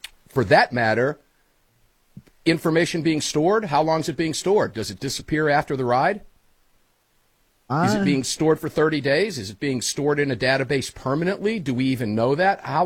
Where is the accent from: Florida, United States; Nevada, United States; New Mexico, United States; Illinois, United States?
Florida, United States; Tampa; they've moved into my hometown of Tampa, Florida.